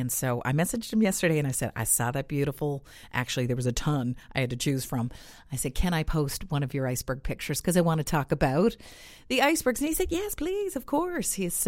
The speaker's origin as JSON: {"language": "English", "region": "Newfoundland and Labrador", "country": "Canada", "said": "as a Newfoundlander"}